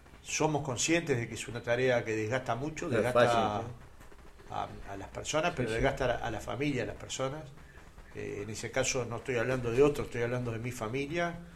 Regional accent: Montevideo, Uruguay; born there; Yo nací en Vilar de Boy

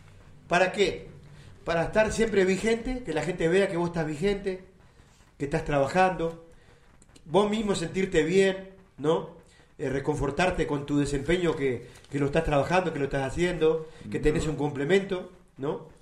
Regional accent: Salto, Uruguay; la gran contra que tenemos los artistas salteños

